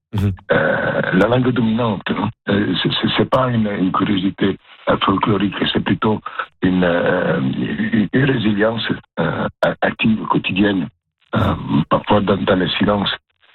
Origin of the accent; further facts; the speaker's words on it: Milan, Lombardy, Italy; French is a second language; moved away as an adult; also born or lived in Orléans, France; now in Saskatchewan, Canada; je suis né à Milan. Je suis né dans une famille dans laquelle la musique, c'était une langue avant d'être un loisir.